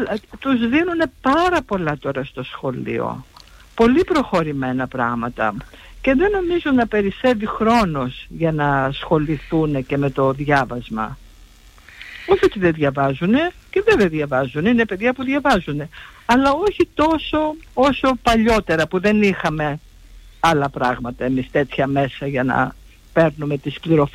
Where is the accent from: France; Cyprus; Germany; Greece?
Greece; Trikala, Thessaly; είμαι από τα Τρίκαλα. Είμαστε, δεν πολύ ταξιδεύουν οι Τρικαλνοί και μάλιστα στα χρόνια τα δικά μου.